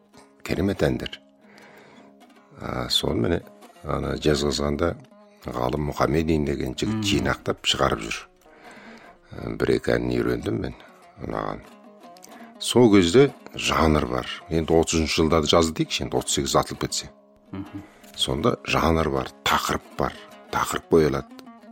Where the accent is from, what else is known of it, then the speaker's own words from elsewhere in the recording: East Kazakhstan Region, Kazakhstan; Бала күнімізден естіп өстік Асанғайғының аңыздарын, Асанғайғы сүйдеген екен, Асанғайғы бүйдің. Соны біздің Тарбағатайда ат қойып кеткен жерлері бар Асанғайғының.